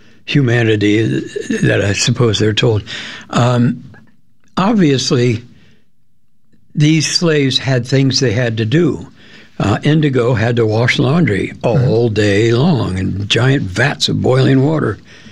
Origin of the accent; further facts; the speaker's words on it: Cincinnati, Ohio, United States; I grew up in Cincinnati, Ohio